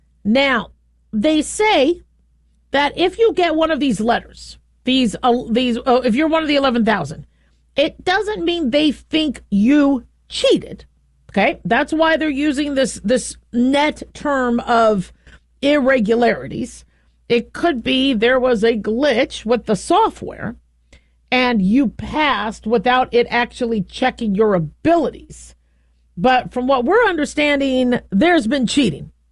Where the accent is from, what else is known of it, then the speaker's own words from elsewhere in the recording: California, United States; born there; now in Southern Nevada, United States; I was born in California.